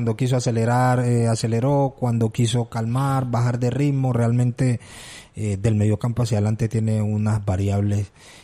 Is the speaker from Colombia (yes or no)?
yes; Colombia; sé la tristeza que hoy sentimos como colombianos